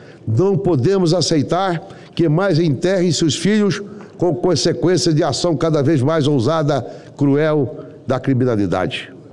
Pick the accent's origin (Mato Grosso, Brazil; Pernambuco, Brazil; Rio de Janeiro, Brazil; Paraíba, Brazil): Mato Grosso, Brazil; Várzea Grande; lá na minha cidade de Várzea Grande